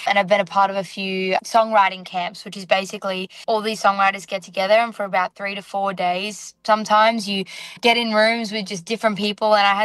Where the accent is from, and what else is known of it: Australia